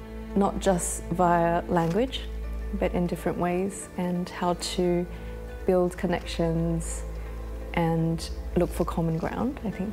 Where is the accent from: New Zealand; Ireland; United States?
New Zealand; also born or lived in Taiwan; now in Australia; I was born in Taiwan, grew up in New Zealand, and spent most of my life here in Australia.